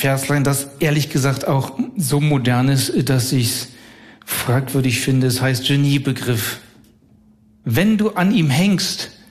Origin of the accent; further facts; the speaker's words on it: Northern Germany, Germany; Ich komme ja aus dem Norden